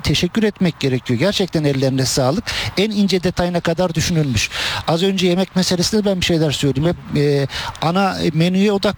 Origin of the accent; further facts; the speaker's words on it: Ankara, Turkey; Şöyle ben tabii klasik bir Ankaralı olarak dönerciyim ben.